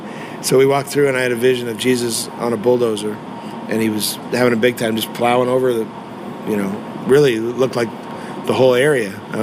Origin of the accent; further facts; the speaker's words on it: Canada; born there; moved away as an adult; as a Canadian boy.